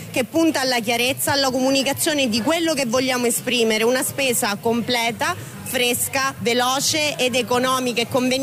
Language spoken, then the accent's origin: Italian; Sicily, Italy; moved away as an adult; questa splendida terra che è anche la mia terra d'origine